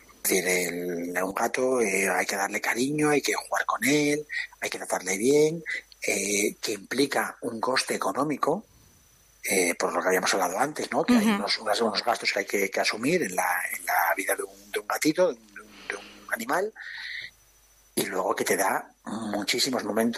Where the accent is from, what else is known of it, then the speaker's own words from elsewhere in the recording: Asturias, Spain; yo me los llevo de viaje cuando voy a Asturias, sabes que soy asturiano